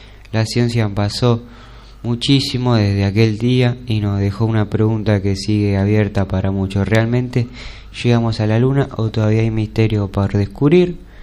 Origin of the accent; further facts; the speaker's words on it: Argentina; Como argentino, uno siente un orgullo enorme de ver a nuestra selección llegar nuevamente hasta lo más alto